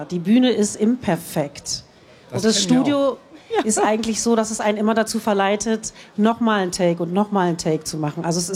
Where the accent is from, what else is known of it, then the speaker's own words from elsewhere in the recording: Berlin, Germany; Also ich bin geboren worden in Steglitz und aber dann, also im Krankenhaus in Steglitz, aber bin dann erstmal in Schöneberg aufgewachsen, bis ich 6 war, in der Kurfürstenstraße 1.